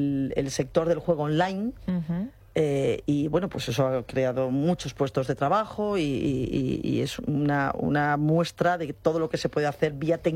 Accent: Ceuta, Spain; No soy la única, somos muchos los ceutíes. Somos muy pro-Ceuta

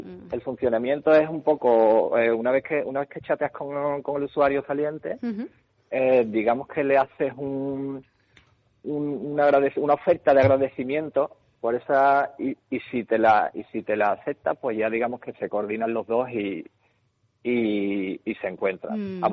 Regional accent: Chipiona, Andalusia, Spain; Aunque tengo que decir que yo soy de Cádiz, soy de Chipiona, pero bueno, ya soy...

